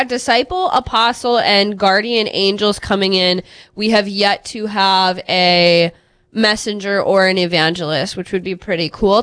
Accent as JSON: {"language": "English", "town": "Dickinson", "region": "North Dakota", "country": "United States", "tie": "born or raised there", "said": "Dickinson is my hometown. So if I have any of my hometown family and friends and family friends listening, would love to hear from you."}